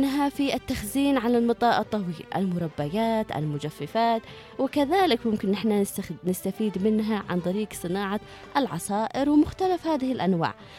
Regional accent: Yemen

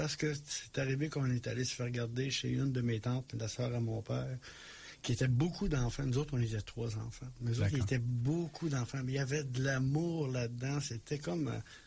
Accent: Bellechasse, Quebec, Canada; moi j'ai été élevé dans Bellechasse, dans la région de Bellechasse, en campagne

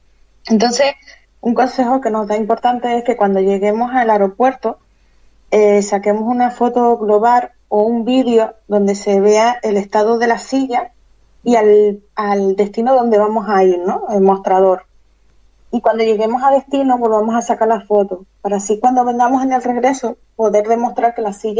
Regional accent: Canary Islands, Spain; nosotros como somos canarios

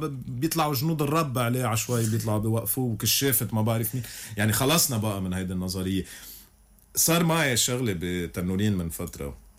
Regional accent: Lebanon; أنا كمواطن لبناني

